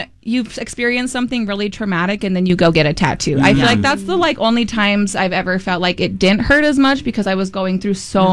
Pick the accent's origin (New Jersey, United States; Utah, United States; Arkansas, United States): Utah, United States; Salt Lake City; I grew up in Rose Park here in Salt Lake